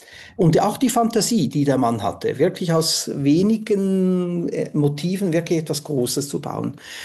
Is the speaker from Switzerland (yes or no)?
yes; Switzerland; Und ich finde, man hat auch eine Pflicht als Schweizer.